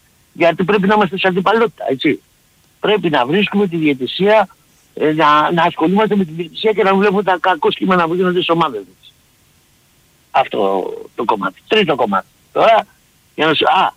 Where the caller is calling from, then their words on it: Nea Makri, Attica, Greece; επειδή είμαι και εγώ από Νέα Μάκρη